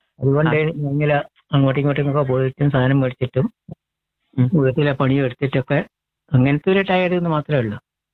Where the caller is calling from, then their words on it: Vellamunda, Kerala, India; Vellamunda, 10-ാം mile.